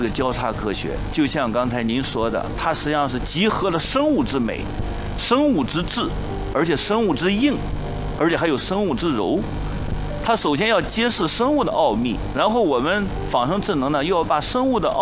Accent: China

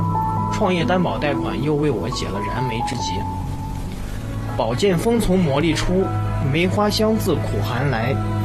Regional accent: Nanzhao, Henan, China; 在生我养我的土地上描绘新的人生画卷，让更多像我一样的返乡青年实现自己的人生价值。也希望更多的南诏人能回到家乡，共同书写属于我们的

